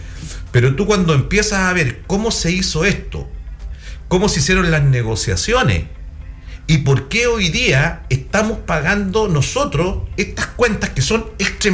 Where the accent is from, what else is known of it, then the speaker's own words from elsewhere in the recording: Chile; nosotros en Chile